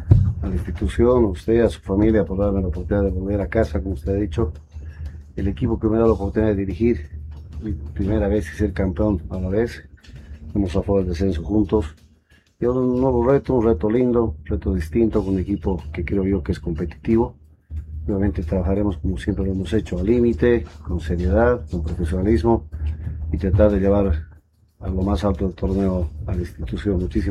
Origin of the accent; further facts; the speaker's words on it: Cochabamba, Bolivia; mis padres que viven acá, mi familia, está cerca de mi tierra, Cochabamba